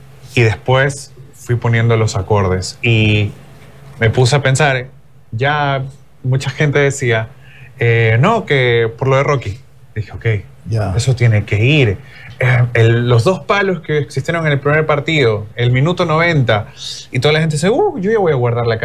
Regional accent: Ecuador; creo yo que como seres humanos, luego como ecuatorianos, ver con prosperidad

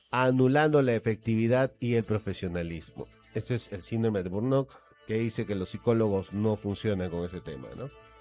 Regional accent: Peru

